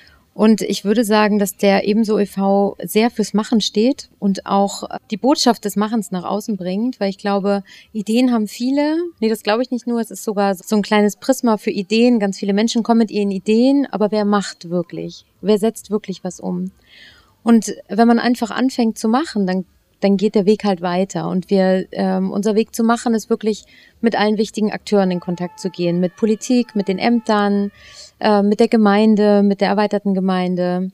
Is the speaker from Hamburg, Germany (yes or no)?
yes; Hamburg, Germany; ich komme ursprünglich aus Hamburg, habe das Stadtleben sehr ausgenutzt